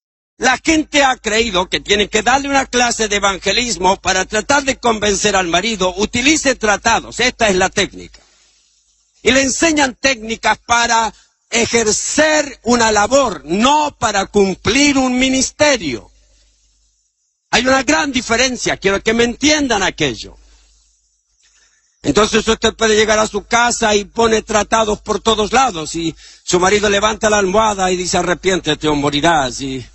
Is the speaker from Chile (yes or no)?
yes; Chile; Yo estaba en mi país, en la comuna de Maipú